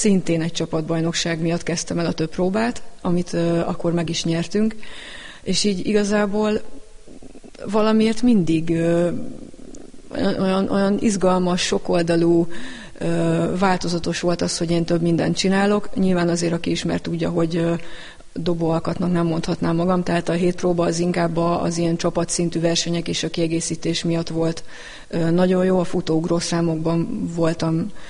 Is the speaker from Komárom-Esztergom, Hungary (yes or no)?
no; Csorna, Győr-Moson-Sopron, Hungary; Igen, Csornán nőttem föl.